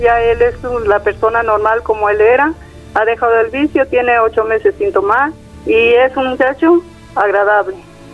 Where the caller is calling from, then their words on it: Cuquío, Jalisco, Mexico; llamo de Cuquío.